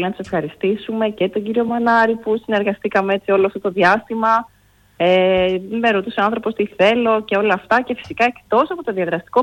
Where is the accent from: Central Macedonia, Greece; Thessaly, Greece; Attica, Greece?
Central Macedonia, Greece; Karperi; moved away; Εγώ είμαι από την Καρπερή Σερών.